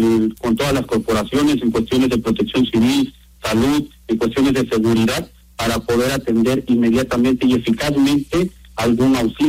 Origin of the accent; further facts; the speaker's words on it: Oaxaca, Mexico; es muy importante para nosotros como oaxaqueños